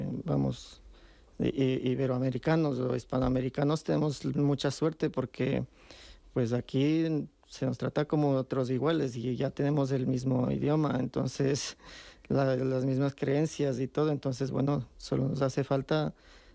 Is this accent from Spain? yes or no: no; Ecuador; born there; moved away; Yo nací en Ecuador, pero ahora vivo aquí.